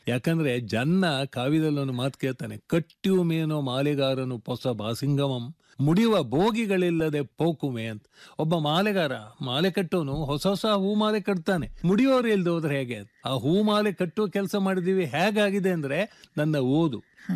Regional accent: Uttara Kannada district, Karnataka, India; ನಮ್ದು ಉತ್ತರ ಕನ್ನಡ ಜಿಲ್ಲೆ ಅಲ್ರ, ನಮ್ದು ಉತ್ತರ ಕನ್ನಡ ಜಿಲ್ಲೆ ಅದು.

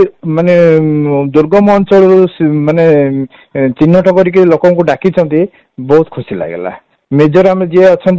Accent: Odisha, India; 6 ଜଣରୁ ମୁଁ ଓଡ଼ିଶାରୁ ଥିଲି

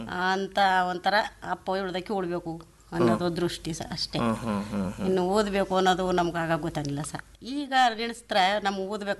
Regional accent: Siddayyanapura, Karnataka, India; ಹುಟ್ಟೂರು ಸಿದ್ದೇನಪುರ ಸರ್. ನನ್ನ ತಾಯಿ ಮನೆ ಒಂದೇ ಊರು, ಯಜಮಾನ್ರ ಮನೆ ಒಂದೇ ಊರು.

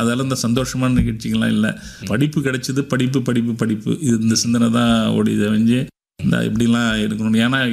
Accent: Vanathirayanpettai, Tamil Nadu, India; கடலூர் மாவட்டம் காட்டுமன்னார் தாலுக்கா குமராட்சி அருகில் உள்ள வானதிராயன்பேட்டை குக்கிராமத்தில் பிறந்தேன் சார். அதுக்கு பக்கத்தில் உள்ள கிராமத்தில் 5வது வரைக்கும் படித்தேன் சார்.

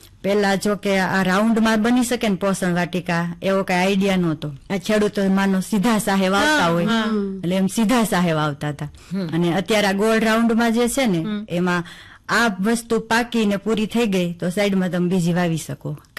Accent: Halenda, Gujarat, India; moved away as an adult; now in Lilapur, India; આપણે રાજકોટ તાલુકાનું હલેન્ડા ગામ.

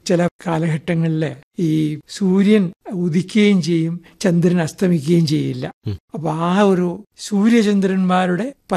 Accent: Kayamkulam, Kerala, India; now in Thiruvananthapuram, India; ഞാൻ തിരുവനന്തപുരത്താണ് ജീവിക്കുന്നത്. ഞാൻ പക്ഷെ ജനിച്ചത് കായംകുളത്താണ്.

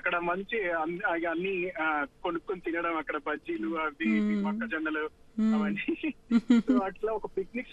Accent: Medak, Telangana, India; now in Hyderabad, India; మాది మెదక్ యాక్చువల్ గా.

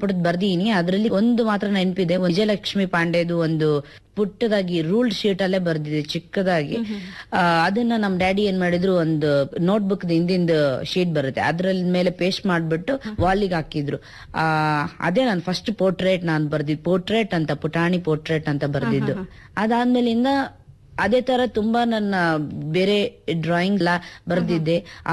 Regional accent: Hiriyur, Karnataka, India; now in Bangalore, India; ನಾನು ಹಿರಿಯೂರವಳು, ಹಿರಿಯೂರು ತಾಲೂಕು, ಚಿತ್ರದುರ್ಗ ಡಿಸ್ಟ್ರಿಕ್ಟ್.

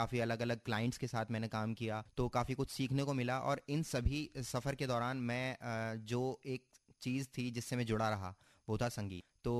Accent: Meerut, Uttar Pradesh, India; born there; moved away as an adult; now in Lucknow, India; मेरी जो एजुकेशन है वो मेरी मेरठ से हुई है।

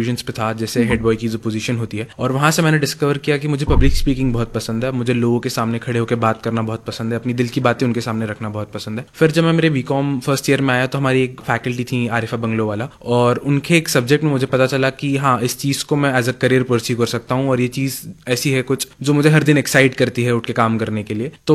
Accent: Indore, Madhya Pradesh, India; I have been born and brought up in Indore only.

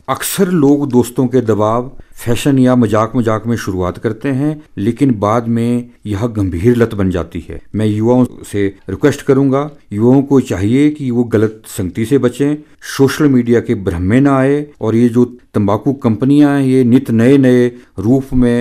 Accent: Himachal Pradesh, India

